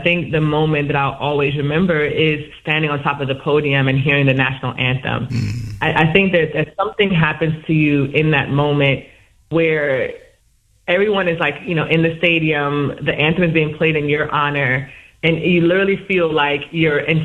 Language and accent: English; Kingston, Jamaica; born there; I was born in Kingston, Jamaica, where track and field was the most popular sport.